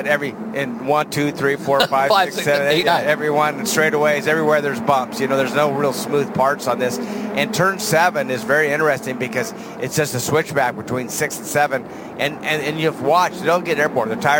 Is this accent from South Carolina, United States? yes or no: no; Idaho, United States; I'm from Idaho, man.